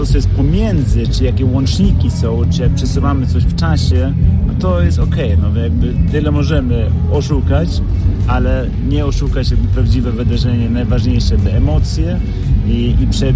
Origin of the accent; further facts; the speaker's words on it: Sweden; Ja wychowałem się, jestem urodzony, wychowany w Szwecji